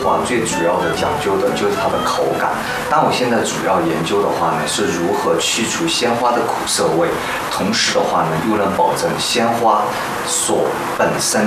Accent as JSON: {"language": "Chinese", "region": "Yunnan", "country": "China", "tie": "born or raised there", "moved": "as an adult", "said": "尤其是回到我的家乡云南，"}